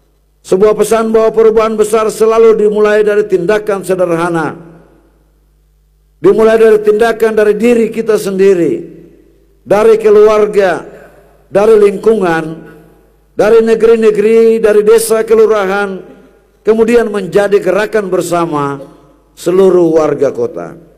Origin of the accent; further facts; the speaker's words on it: Ambon, Maluku, Indonesia; sebagai orang Ambon